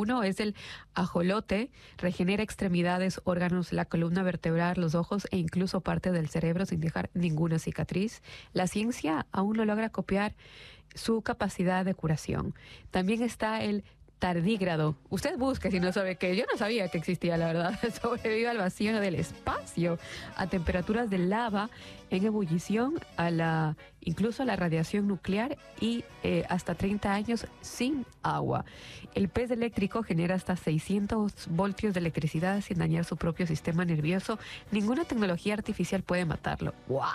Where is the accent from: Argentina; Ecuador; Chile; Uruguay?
Ecuador; now in Hamilton, New Zealand; esto sí lo dejo en español porque obviamente es la lengua que nos conecta como ecuatorianos en el momento.